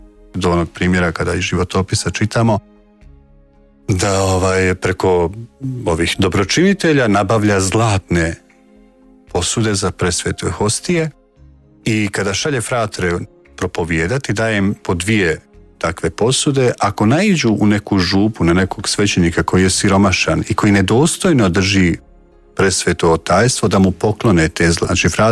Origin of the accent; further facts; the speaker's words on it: Bosnia & Herzegovina; moved away; dolazim iz Bosne pa sam djelovao u tim nekim župama koje su bile i gdje su katolici bili u manjini, jel?